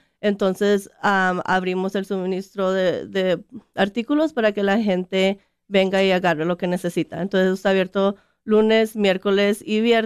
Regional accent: Costa Rica; moved away; soy de Costa Rica

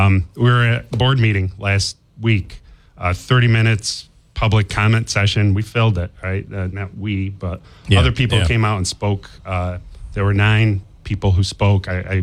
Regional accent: Rome, New York, United States; I grew up in Rome.

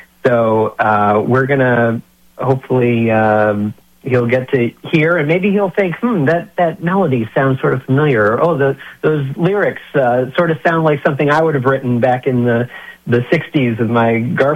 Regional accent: Portsmouth, New Hampshire, United States; moved away as an adult; also born or lived in Exeter / Hampton; now in Nashville, United States; I was actually born in Exeter Hospital and raised early on in Portsmouth, but lived most of my life in Hampton before I moved to Nashville in 2018.

